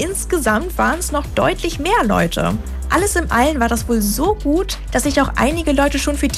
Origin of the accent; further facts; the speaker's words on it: Schleswig-Holstein, Germany; now in Ruhr area, Germany; Ja, nicht nur komme ich aus dem Norden, ich bin auch noch in einem 300-Seelendorf aufgewachsen.